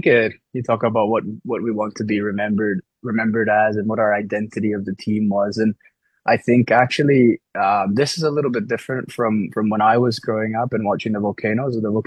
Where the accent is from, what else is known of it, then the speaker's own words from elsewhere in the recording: Philippines; I grew up in the Philippines.